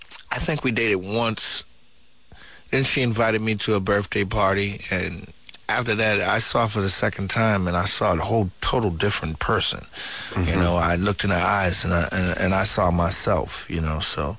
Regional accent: Boston, Massachusetts, United States; I'm from Boston.

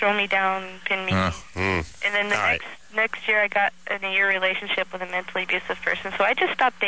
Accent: Chino, California, United States; also born or lived in East Los Angeles; I was born and raised in the L.A. area. I was born in East L.A. I grew up in Chino.

